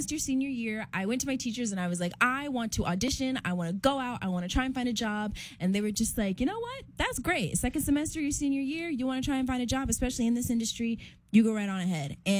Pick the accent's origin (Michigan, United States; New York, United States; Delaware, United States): Michigan, United States; Detroit; And I'm originally from Detroit, so I was like, oh my gosh, it's also 80 degrees and it stays this way.